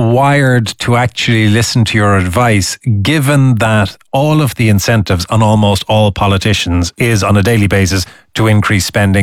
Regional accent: Ireland

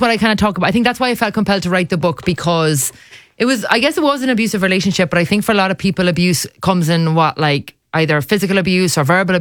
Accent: Ireland; I've travelled as an Irish woman as well, so I've represented abroad.

